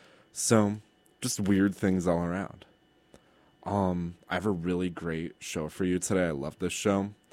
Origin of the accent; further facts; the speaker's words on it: Colorado, United States; now in Bellingham, United States; I'm from Colorado.